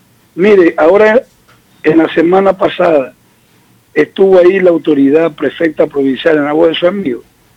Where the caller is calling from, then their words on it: Esmeraldas, Ecuador; aquí en la Tolita